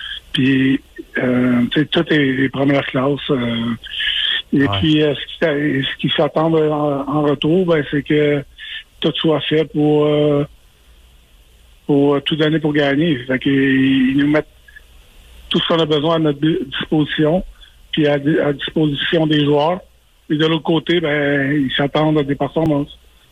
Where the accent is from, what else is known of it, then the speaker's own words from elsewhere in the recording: Quebec, Canada; étant donné que je suis Québécois